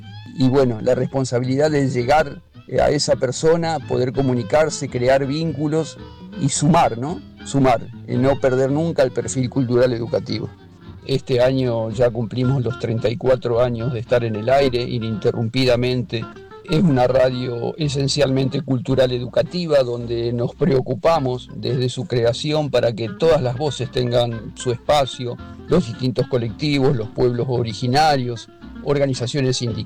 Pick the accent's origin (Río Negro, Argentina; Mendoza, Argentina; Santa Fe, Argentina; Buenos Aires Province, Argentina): Santa Fe, Argentina; Rosario; nacido y criado en Rosario, por supuesto.